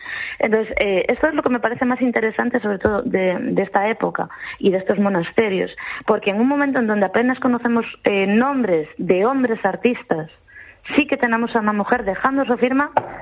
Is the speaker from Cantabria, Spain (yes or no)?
no; Galicia, Spain